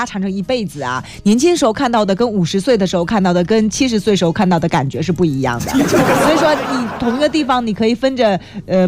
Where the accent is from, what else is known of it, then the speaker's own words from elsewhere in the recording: Fuzhou, Fujian, China; 咱们福州人